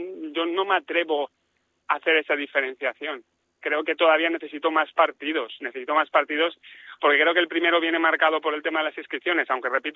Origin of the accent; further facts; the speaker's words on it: Valencian Community, Spain; somos valencianos, somos falleros